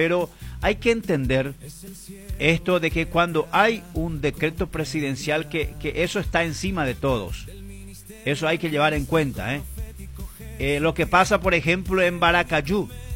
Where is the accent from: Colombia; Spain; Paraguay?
Paraguay; como buenos ciudadanos y como buenos paraguayos hay que acatar el decreto presidencial